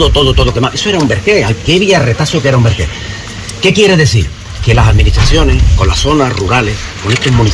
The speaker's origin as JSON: {"language": "Spanish", "town": "Berrocal", "region": "Andalusia", "country": "Spain", "tie": "born or raised there", "said": "Yo soy de Berrocal, me he criado, he nacido aquí, y aquí pienso echar los últimos días de mi vida."}